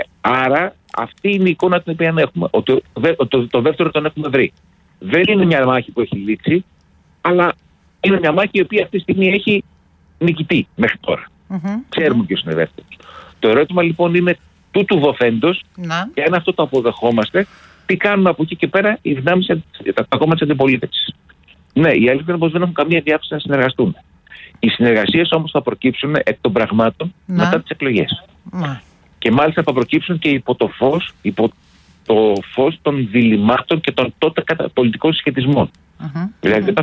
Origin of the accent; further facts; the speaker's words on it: Patras, Western Greece, Greece; Εδώ. Πάτρα.